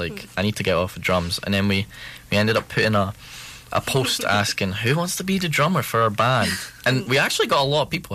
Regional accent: Livingston, Scotland, United Kingdom; now in Aberdeen, United Kingdom; I'm the bassist. I'm from Livingston, down in the Central Belt, away from Aberdeen, so away from home, sadly.

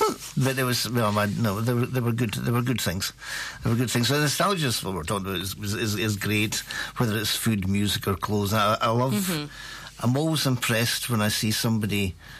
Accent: Banff, Scotland, United Kingdom; I grew up in Banff

